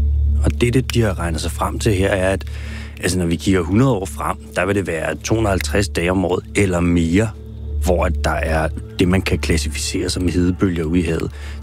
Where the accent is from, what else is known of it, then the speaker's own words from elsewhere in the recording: Capital Region of Denmark, Denmark; der, hvor jeg er vokset op i Nordsjælland, altså op i nærheden af Gilleleje, der er det noget, som er tæt på.